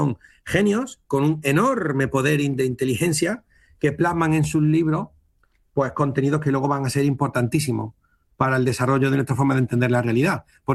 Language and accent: Spanish; Lucena, Andalusia, Spain; Yo, que soy de Lucena, como he mencionado antes, que era una ciudad profundamente judía